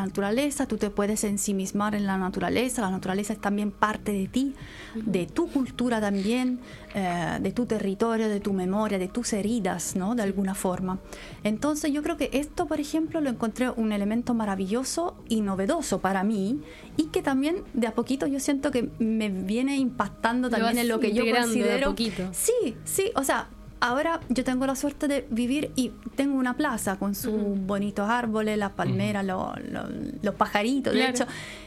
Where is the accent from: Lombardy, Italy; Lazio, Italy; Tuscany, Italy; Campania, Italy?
Campania, Italy; Naples; first language Neapolitan; Spanish is a second language; moved away as an adult; now in Santiago, Chile; Yo digo, soy italiana, pero yo siempre tengo que agregar, soy de Nápoles.